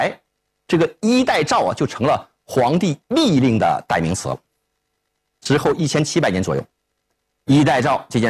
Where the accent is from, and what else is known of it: China